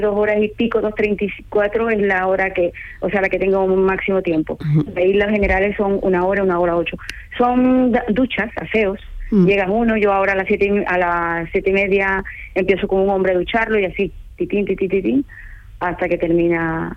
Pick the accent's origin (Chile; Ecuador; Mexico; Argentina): Ecuador; now in Spain; Ecuatoriana. Yo soy ecuatoriana, nacida en Ecuador. Y llevo aquí desde el 2003 en España.